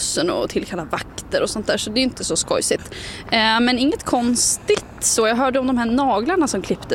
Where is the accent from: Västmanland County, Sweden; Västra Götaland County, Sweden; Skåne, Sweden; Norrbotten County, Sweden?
Västmanland County, Sweden; Köping; moved away; also born or lived in Stockholm; Jag är uppväxt i Köping och där cyklade ju jag överallt.